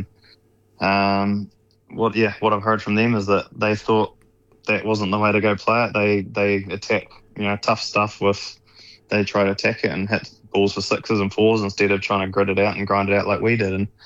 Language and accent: English; Lumsden, Southland, New Zealand; a dude from Lumsden